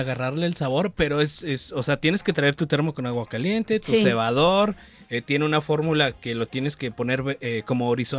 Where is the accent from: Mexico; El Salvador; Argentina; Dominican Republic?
Mexico